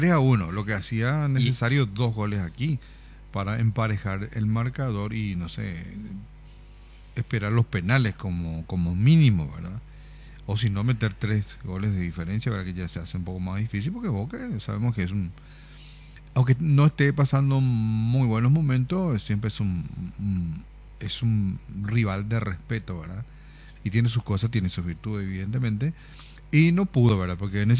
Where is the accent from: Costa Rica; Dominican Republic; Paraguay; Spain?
Paraguay; Luque, Central; Yo soy de Luque, pero como es el mismo color...